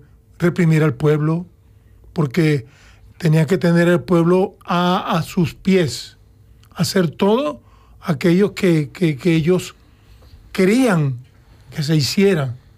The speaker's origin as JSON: {"language": "Spanish", "country": "Venezuela", "moved": "as an adult", "lives_now": "Toledo, Spain", "said": "Huí de mi país porque yo soy oficial de la Fuerza Armada de Venezuela"}